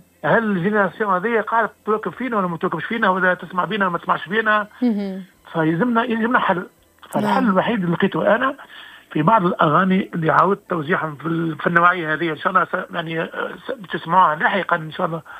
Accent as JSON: {"language": "Arabic", "country": "Tunisia"}